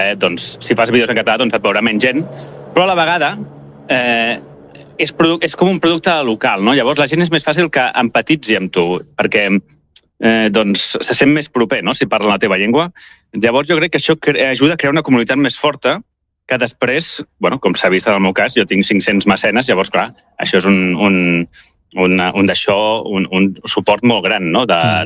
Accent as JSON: {"language": "Catalan", "town": "Esplugues de Llobregat", "region": "Catalonia", "country": "Spain", "also_born_or_lived": "Terrassa", "said": "jo vaig viure a Terrassa 2 anys, però jo sóc d'Esplugues de la vida, Esplugues de Llobregat."}